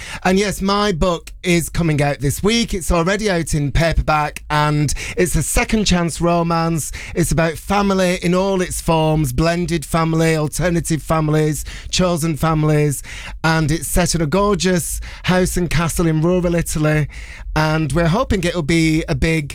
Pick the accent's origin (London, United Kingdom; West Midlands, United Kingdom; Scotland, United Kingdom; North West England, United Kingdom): North West England, United Kingdom; Bolton; Bolton in the Central Library, my hometown